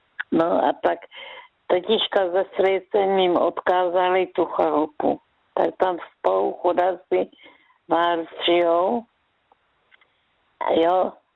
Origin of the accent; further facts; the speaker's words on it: Velké Karlovice, Zlín Region, Czechia; born there; když jsem měla tetice do Velké Karlovic, kde je moje rodiště.